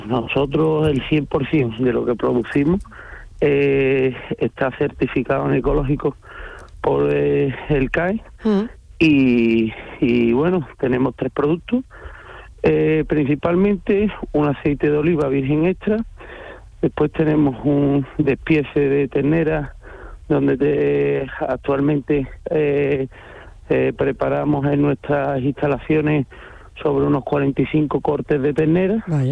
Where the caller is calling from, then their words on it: Andalusia, Spain; ya me vine por la zona de Sevilla, donde mi familia tenía negocios de agricultura y ganadería